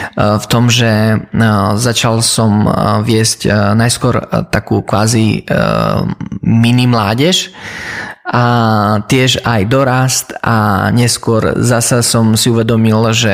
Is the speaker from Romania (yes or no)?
yes; Romania; Aj preto také zvláštne meno, lebo narodil som sa v Rumunsku, v takej slovenskej komunite, a vyrastal som v kazateľskej rodine.